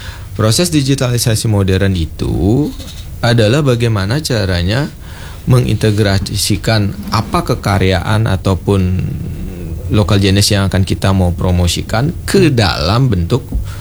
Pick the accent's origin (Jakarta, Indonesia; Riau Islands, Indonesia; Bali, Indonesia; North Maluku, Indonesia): Bali, Indonesia; Kita orang Bali penari